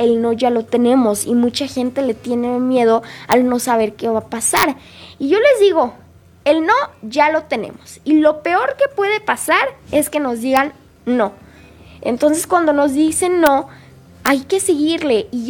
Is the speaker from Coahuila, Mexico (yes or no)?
no; Querétaro, Mexico; born there; Yo soy de nacimiento queretano, pero de corazón regio, porque mis papás son regios